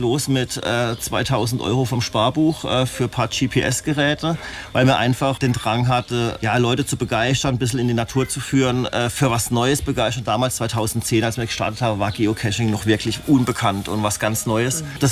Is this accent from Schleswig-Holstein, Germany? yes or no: no; Emmendingen, Baden-Württemberg, Germany; Ich komme aus Emmendingen ursprünglich.